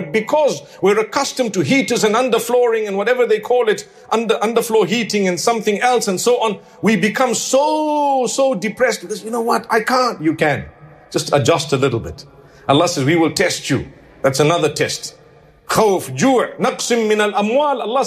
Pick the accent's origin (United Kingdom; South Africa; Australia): South Africa; moved away; And I come from Africa.